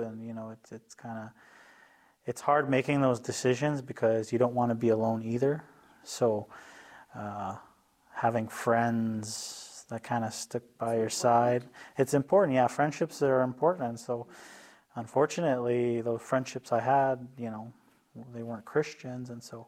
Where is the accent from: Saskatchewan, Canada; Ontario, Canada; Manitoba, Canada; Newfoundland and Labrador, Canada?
Saskatchewan, Canada; Cumberland House; Living in Cumberland House, you're tuned in with nature quite a bit.